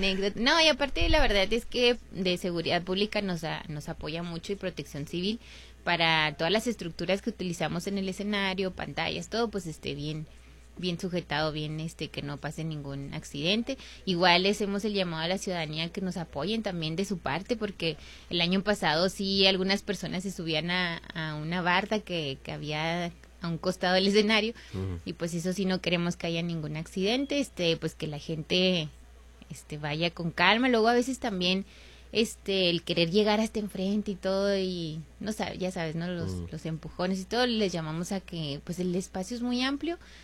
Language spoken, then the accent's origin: Spanish; Mexico; eso a mí también me emociona mucho como mexicana